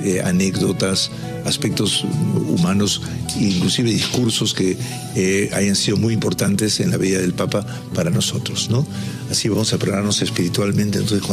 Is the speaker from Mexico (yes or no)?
no; Peru; nosotros, como peruanos creyentes